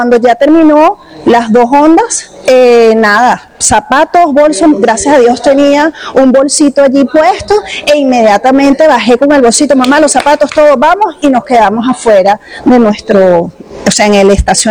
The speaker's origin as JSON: {"language": "Spanish", "country": "Venezuela", "lives_now": "San Martín, Venezuela", "said": "yo soy orgullosamente venezolana"}